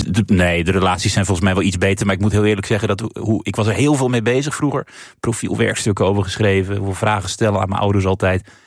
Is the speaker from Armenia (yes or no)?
yes; Armenia; Ik was toen in die fase heel erg bezig met mijn afkomst. En met mijn waar ik vandaan kom en wie ik was. En identiteit en nationaliteit en zo.